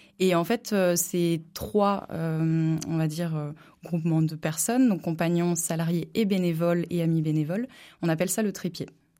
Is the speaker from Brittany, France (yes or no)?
yes; Brittany, France; moved away as an adult; now in Charente, France; Donc, moi, je suis bretonne, donc il y a eu cette partie-là. Puis, j'ai beaucoup voyagé pour mes études